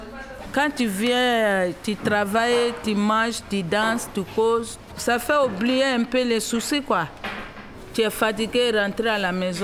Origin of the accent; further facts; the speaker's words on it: Côte d’Ivoire; now in France; je suis ivoirienne.